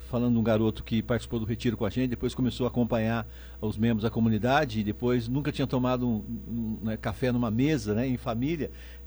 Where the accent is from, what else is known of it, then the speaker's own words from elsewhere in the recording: Pindamonhangaba, São Paulo, Brazil; nasci lá no Campo Alegre, bairros, né, conheço todo mundo